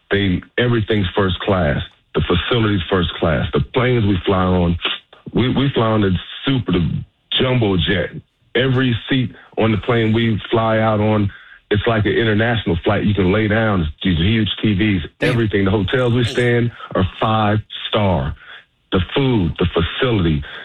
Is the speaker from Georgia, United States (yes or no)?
yes; Athens, Georgia, United States; I'm from Athens.